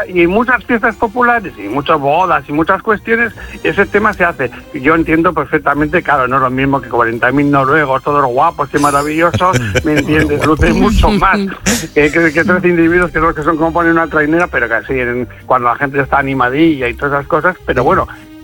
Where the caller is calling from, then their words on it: San Sebastián, Basque Country, Spain; de San Sebastián.